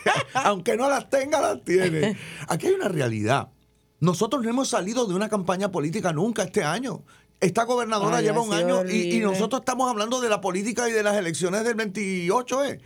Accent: Puerto Rico

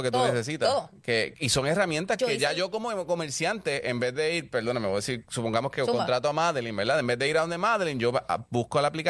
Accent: Puerto Rico

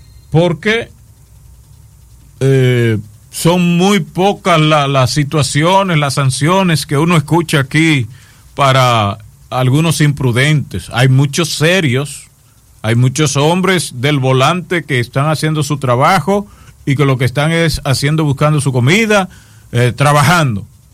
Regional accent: Dominican Republic; nosotros como dominicanos

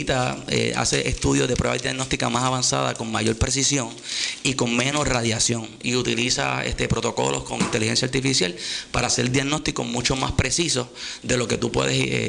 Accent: Moca, Puerto Rico; now in Cabo Rojo, Puerto Rico; Yo soy natural de Moca, vivo en Cabo Rojo.

